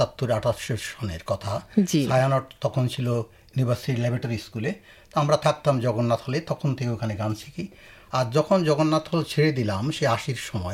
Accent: Bangladesh; moved away as an adult; also born or lived in Adelaide, Australia / Melbourne, Australia; now in Brisbane, Australia; যেহেতু আমরা বাংলাদেশ থেকে এসেছি

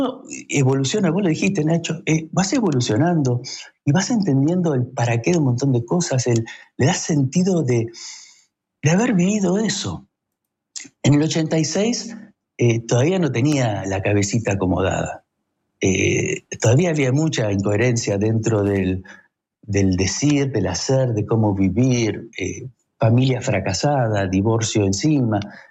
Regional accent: Argentina; Esos somos los argentinos.

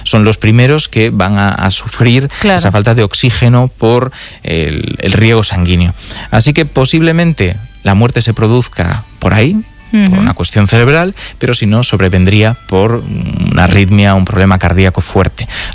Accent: Galicia, Spain; No, vamos, soy gallego, así que no se trata de ningún tipo de discriminación hacia Coruña

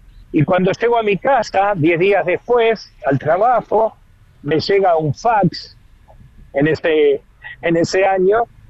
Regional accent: Argentina

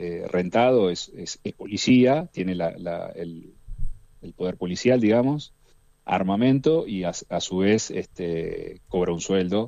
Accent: Tandil, Buenos Aires Province, Argentina; a ver, yo soy de Tandil, sí.

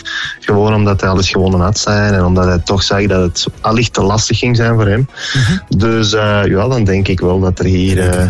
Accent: Belgium; Ja, we hebben als Belgen ook 2 kaarten om mee te spelen.

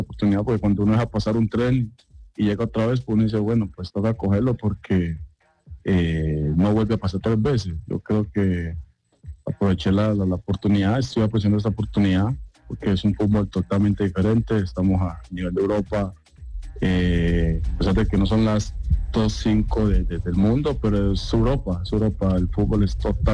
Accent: Cali, Valle del Cauca, Colombia; yo vengo de Charco Azul, distrito Agua Blanca, una zona muy, como decimos, todo muy caliente, donde hay pocas posibilidades siempre de salir.

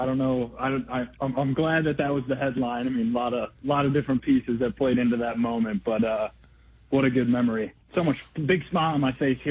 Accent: Detroit, Michigan, United States; now in Champaign, United States; growing up in Detroit

